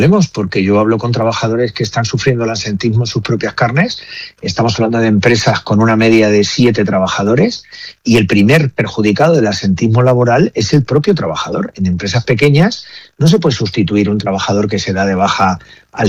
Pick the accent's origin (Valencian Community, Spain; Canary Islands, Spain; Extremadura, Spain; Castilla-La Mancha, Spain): Castilla-La Mancha, Spain; Santa Cruz de Mudela; born there; aquellos que hemos nacido en pueblos y ciudades muy ligadas a la Renfe, como somos los de Santa Cruz de Modela y los de Alcázar